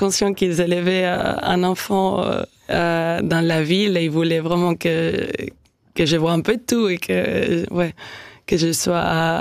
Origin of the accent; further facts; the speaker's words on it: Spain; moved away as an adult; also born or lived in Marseille; now in Switzerland; venant surtout d'Espagne, il y a une telle culture du vin